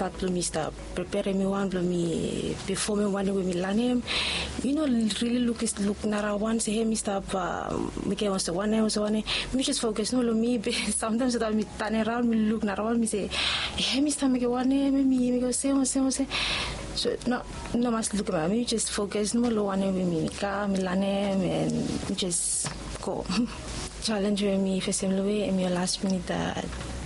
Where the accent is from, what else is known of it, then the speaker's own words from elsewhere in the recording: Ambae, Penama, Vanuatu; I'm from Ambai, We got 21 years old.